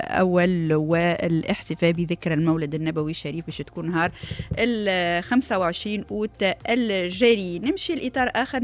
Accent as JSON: {"language": "Arabic", "region": "Gafsa Governorate", "country": "Tunisia", "said": "بنت الجهة بنت قفصة"}